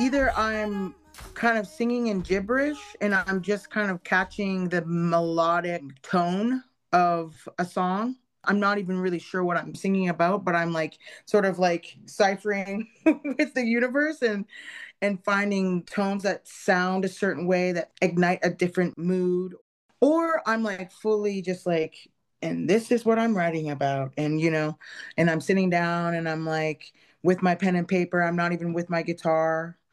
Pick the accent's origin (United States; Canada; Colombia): Canada; Sydney, Nova Scotia; I grew up in Sydney, Nova Scotia with spiritualists and musicians and doctors and teachers.